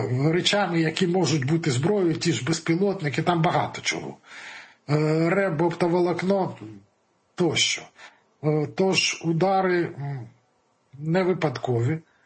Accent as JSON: {"language": "Ukrainian", "town": "Poltava", "region": "Poltava Oblast", "country": "Ukraine", "said": "Я як полтавчанин кажу того словами полтавського Палія, пам'ятаєте, а воно мені подобається."}